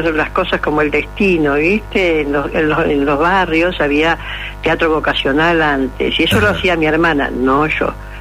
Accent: Villa Ballester, Buenos Aires Province, Argentina; born there; Yo nací en Buenos Aires, en Villa Ballester, en la provincia de Buenos Aires.

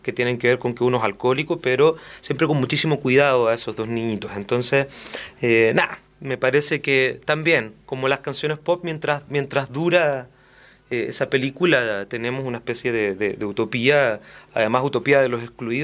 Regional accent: Chile

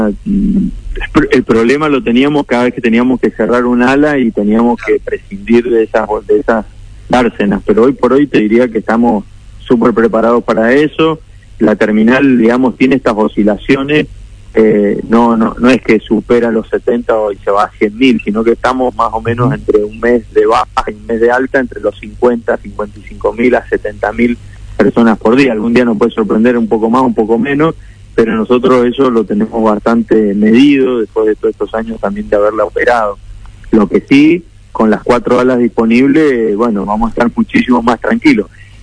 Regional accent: Mendoza, Argentina; Así que muy contento, soy mendocino, soy emprendedor, sí.

